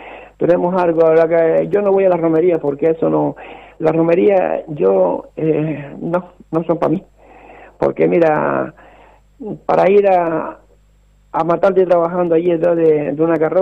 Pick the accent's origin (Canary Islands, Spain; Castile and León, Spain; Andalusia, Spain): Canary Islands, Spain; Santa Cruz de Tenerife; born there; A la romería que yo voy es a la de mi pueblo, que es Valle Seco.